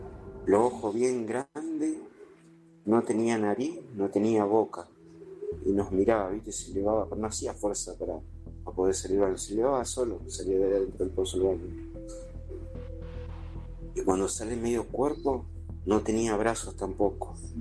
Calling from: Gregorio de Laferrere, Buenos Aires Province, Argentina; de La Ferrera.

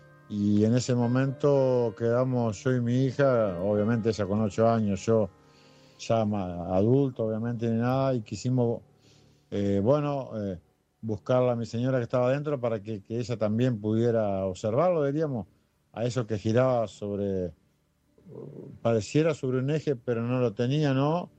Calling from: Gualeguaychú, Entre Ríos, Argentina; de Gualeguaychú, Entre Ríos.

